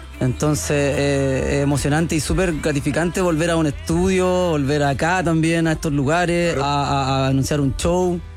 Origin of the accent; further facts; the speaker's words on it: Los Ángeles, Biobío, Chile; Ah, que somos de Los Ángeles.